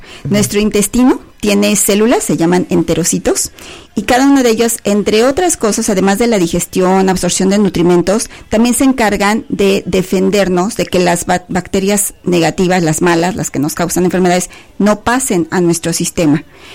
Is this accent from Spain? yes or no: no; Mexico; Y como sabemos que como mexicanos tenemos deficiencias de vitamina D